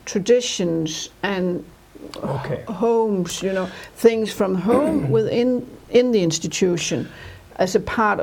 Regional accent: Jutland, Denmark; English is a second language; I'm a really from Jutland, not from Copenhagen.

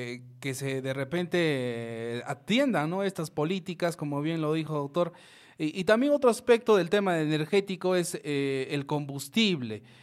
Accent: Peru; los perjudicados somos los peruanos

